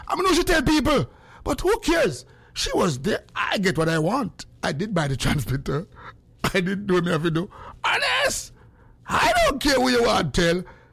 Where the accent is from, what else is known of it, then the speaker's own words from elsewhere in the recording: Jamaica; And no, we come from here and we come from Jamaica with this, you know.